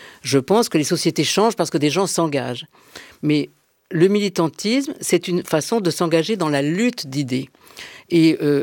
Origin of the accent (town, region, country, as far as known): Marseille, Provence-Alpes-Côte d'Azur, France; moved away as an adult; now in Paris, France